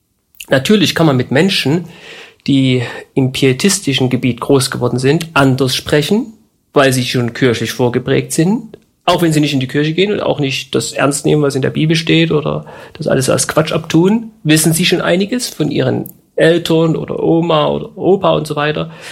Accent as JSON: {"language": "German", "region": "East Germany", "country": "Germany", "tie": "born there", "said": "Und ich bin ja ein gebürtiger Ostdeutscher."}